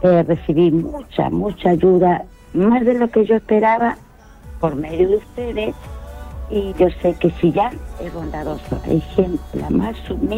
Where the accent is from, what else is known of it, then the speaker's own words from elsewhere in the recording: Punta Arenas, Magallanes and Chilean Antarctica, Chile; Imagínate, yo vengo de Punta Arenas, ¿con qué mentalidad vengo? Cuando la gente del sur es muy bondadosa.